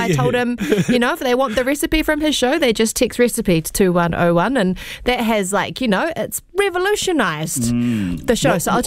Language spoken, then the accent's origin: English; Whangaroa, Northland, New Zealand; it has been a fantastic week in my hometown of Whangaroa with the World Surf League coming to Aotearoa for their first championship tour event.